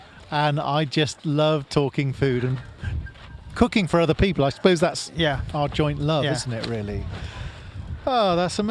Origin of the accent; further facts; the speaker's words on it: Bradford-on-Avon, South West England, United Kingdom; accent: West Country; we are from the West Country in Bradford-on-Avon, we have a whole choice of different West Country accents.